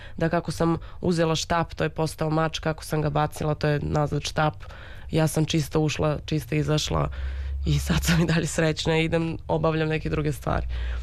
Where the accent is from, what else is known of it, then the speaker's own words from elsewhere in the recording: Serbia; Mi kao Srbi teško biramo da budemo srećni.